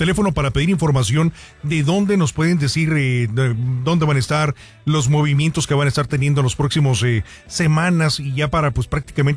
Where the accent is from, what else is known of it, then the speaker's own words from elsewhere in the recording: Mexico; nosotros como buenos mexicanos